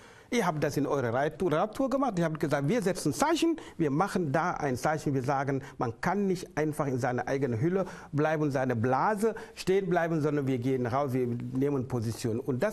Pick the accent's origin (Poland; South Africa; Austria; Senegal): Senegal; Und ein Land wie Senegal, afrikanisches Land, demokratisch, wo ich herkomme, ursprünglich bei 0,6.